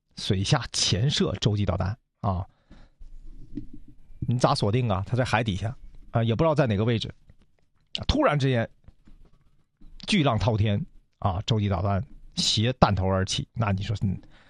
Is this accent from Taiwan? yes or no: no; China